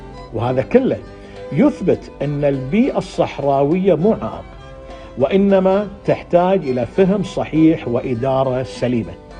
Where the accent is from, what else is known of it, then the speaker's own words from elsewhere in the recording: Kuwait; وعندنا في الكويت